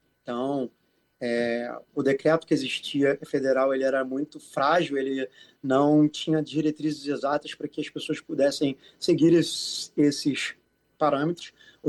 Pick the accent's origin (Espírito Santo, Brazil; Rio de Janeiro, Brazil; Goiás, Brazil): Rio de Janeiro, Brazil; E eu acho que o grande desafio é a gente poder aceitar como os cariocas, e agora eu falando como carioca